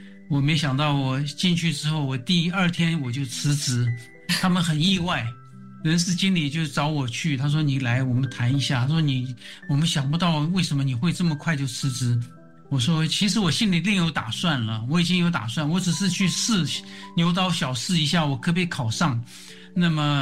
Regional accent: Hualien, Hualien County, Taiwan; moved away as an adult; also born or lived in Pingtung; 我是在屏东出生的，我爸爸呢当时是空军子弟学校的一个主任，他就在我大概4岁5岁的时候他就调到花莲市去当校长，

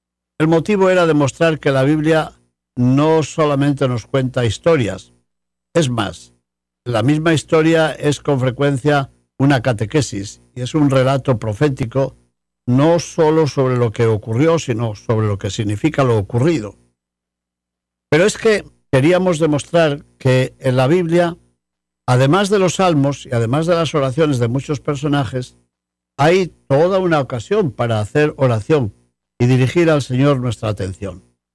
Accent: Salamanca, Castile and León, Spain; Con razón, las gentes de mi tierra en Salamanca me dicen, ¿pero qué le dan en Estados Unidos si se ha pasado usted allá medio año?

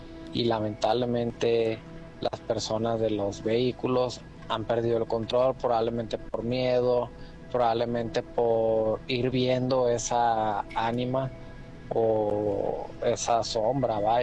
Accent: Sinaloa, Mexico; con todo el respeto, yo no soy de esos lugares. Yo soy de Sinaloa

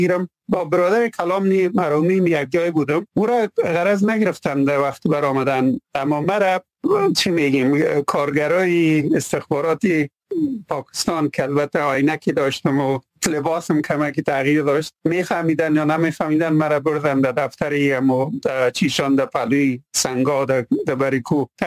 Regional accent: Badakhshan, Afghanistan; now in United States; سال 1996 بعد از 21 سال من دوباره به افغانستان برگشته بودم تا پدر و مادر مرحومی خود برای آخرین بار دیدم و ببینم در بدخشان.

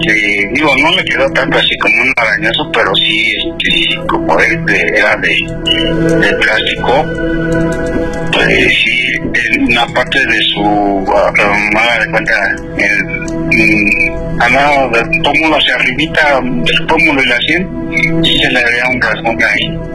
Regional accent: Mexico City, Mexico; Nosotros somos aquí de Tepito.

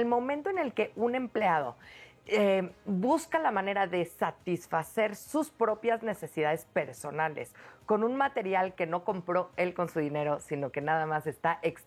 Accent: Mexico; si lo queremos ver como mexicanos

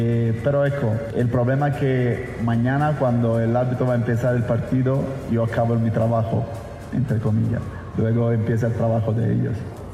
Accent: Italy; Spanish is a second language; Como italiano aquí he vivido algún momento muy bueno

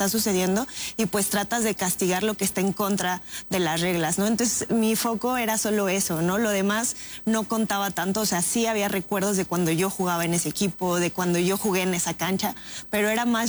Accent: Mexico

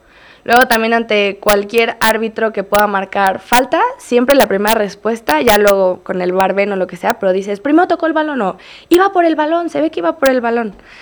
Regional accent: Mexico; que somos muy afortunados como mexicanos de recibir a tantos extranjeros

